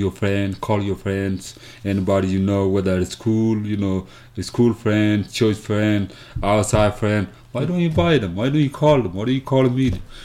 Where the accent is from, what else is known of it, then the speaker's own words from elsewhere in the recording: South Sudan; I'm kind of like a former refugee. I'm originally from South Sudan, southeastern part of South Sudan.